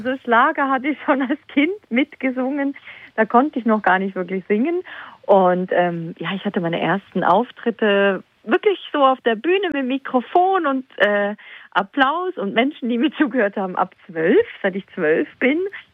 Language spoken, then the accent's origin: German; Switzerland; ich bin in der Schweiz geboren, in der Schweiz aufgewachsen.